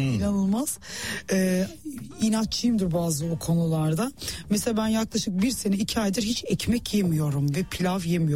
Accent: Kırıkkale, Turkey; Şimdi ben Kırıkkaleliyim. Ankaralıyım.

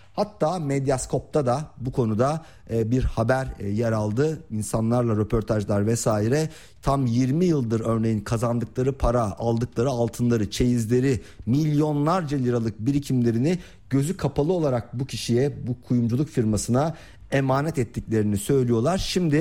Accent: Istanbul, Turkey; ben de hani doğma büyüme Fatihliyim, çok iyi bilirim o bölgeleri de.

